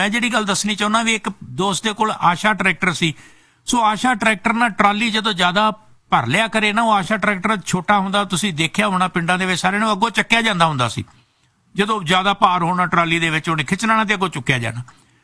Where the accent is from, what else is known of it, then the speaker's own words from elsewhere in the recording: Amritsar, Punjab, India; ਇੱਕ ਮੈਂ ਅੰਮ੍ਰਿਤਸਰ ਦਾ ਰਹਿਣ ਵਾਲਾ